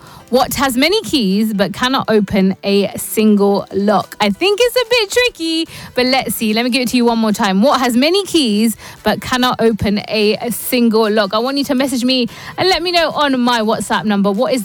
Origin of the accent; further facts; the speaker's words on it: London, United Kingdom; accent: English; if you're from Kenton, you're from my part of the world, in Northwest London